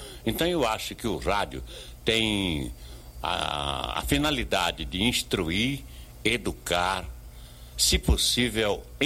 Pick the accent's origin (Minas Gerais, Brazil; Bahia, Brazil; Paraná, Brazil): Bahia, Brazil; Salvador; also born or lived in Rio de Janeiro; now in São Paulo, Brazil; eu venho de Salvador, na Bahia, e depois no Rio de Janeiro, e vim para São Paulo.